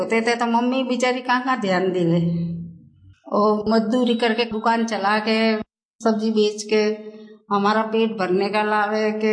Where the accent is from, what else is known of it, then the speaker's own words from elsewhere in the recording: Palanpur, Gujarat, India; first language Gujarati; Hindi is a second language; मेरा बचपन गुजरात में।